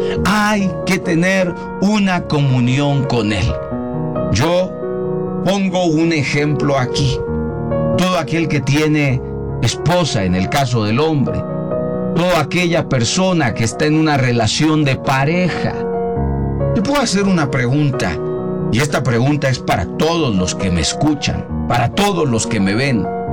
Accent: Mexico

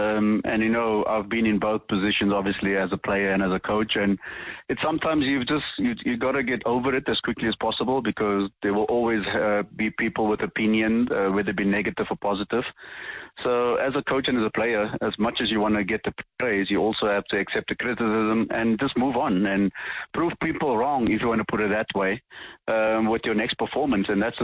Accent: South Africa; we're South African. We always got to have snacks.

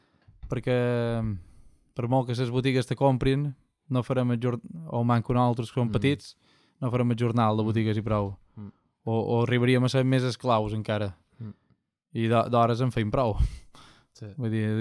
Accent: Ferreries, Balearic Islands, Spain; som de Ferreries

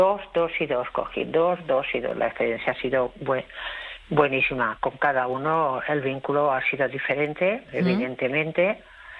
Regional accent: Badalona, Catalonia, Spain; porque yo volví a Badalona, yo soy de Badalona, pero he estado muchos años viviendo fuera de Badalona

